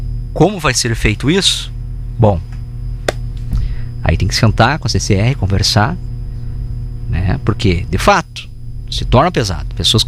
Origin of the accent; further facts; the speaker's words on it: Fontoura, Brazil; eu pago duas vezes pedágio para ir e voltar aí, inclusive, ó, para ir para Fontoura. E sou de Fontoura.